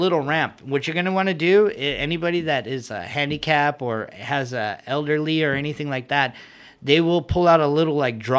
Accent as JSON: {"language": "English", "town": "San Bernardino", "region": "California", "country": "United States", "said": "since I'm from San Bernardino"}